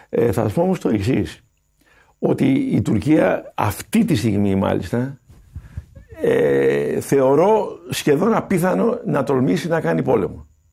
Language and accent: Greek; Iraklia, South Aegean, Greece; Δηλαδή στο νησί μου, στην Ηρακλιά, φαντάζομαι να το ξέρετε